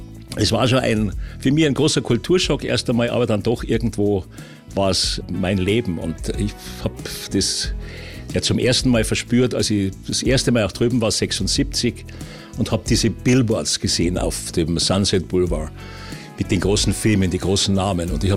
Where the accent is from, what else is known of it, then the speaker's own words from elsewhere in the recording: Munich, Bavaria, Germany; moved away as an adult; also born or lived in Los Angeles; jetzt kommt der Bub aus München und verkauft den Amerikanern Coca-Cola.